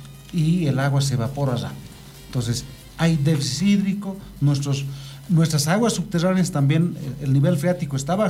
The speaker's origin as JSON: {"language": "Spanish", "town": "Corque", "region": "Oruro", "country": "Bolivia", "said": "yo soy del municipio de Corque"}